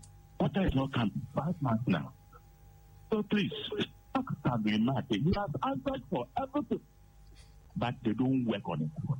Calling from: Tema, Greater Accra, Ghana; I'm calling from Community 25.

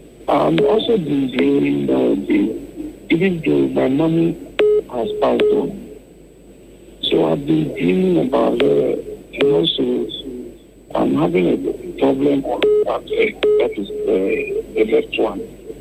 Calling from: Barekese, Ashanti, Ghana; calling from Barikesi.

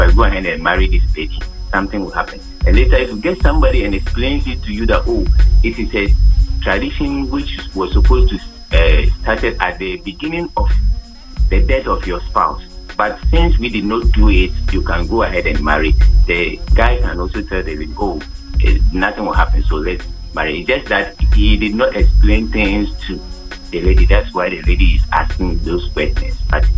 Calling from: Upper West, Ghana; I'm calling you from Lamuse in the Upper West Ridge.

